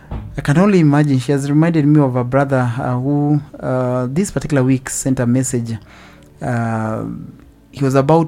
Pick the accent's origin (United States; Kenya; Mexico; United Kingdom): Kenya; Karatina, Nyeri County; from Karatina.